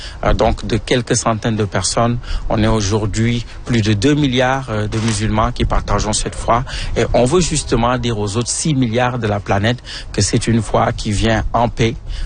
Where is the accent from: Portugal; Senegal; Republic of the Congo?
Senegal; moved away; moi, je suis originaire du Sénégal.